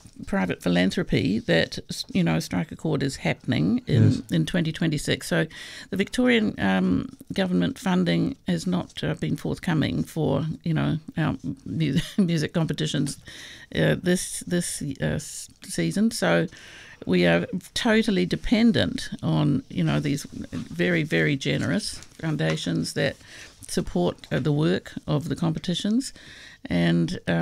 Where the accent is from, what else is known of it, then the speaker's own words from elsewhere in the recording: New Zealand; now in Australia; So I grew up in New Zealand